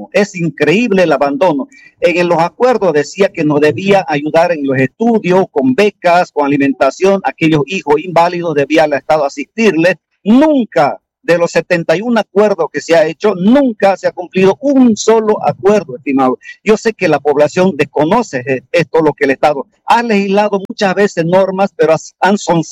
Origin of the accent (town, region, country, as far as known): Bolivia